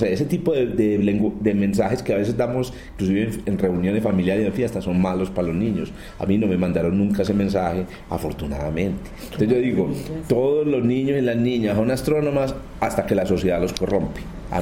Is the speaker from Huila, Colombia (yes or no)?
no; Bello, Antioquia, Colombia; yo soy de Bello, ¿sabes? Soy de Bello